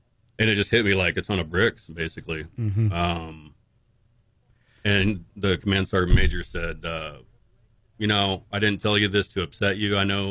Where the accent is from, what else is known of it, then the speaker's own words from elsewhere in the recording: Pacific Northwest, United States; I grew up on the Pacific Northwest, and we lived near the ocean and stuff like that.